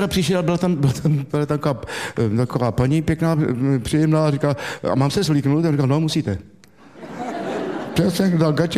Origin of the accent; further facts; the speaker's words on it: Zlín, Zlín Region, Czechia; No, kamarád, tak já jsem kusek odsaď. Já jsem ze Zlína. Já jsem byl ve Zlíně, že jo, celý leta jsem žil, od 19. roku jsem žil ve Zlíně